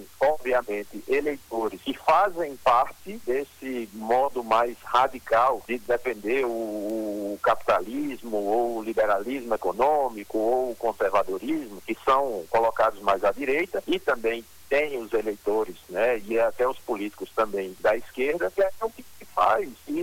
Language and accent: Portuguese; Northeast Region, Brazil; accent: nordestino; você deve ter notado pelo meu sotaque, eu sou nordestino